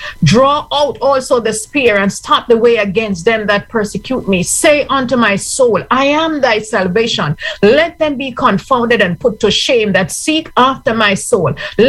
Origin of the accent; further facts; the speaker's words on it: Jamaica; I'm from Jamaica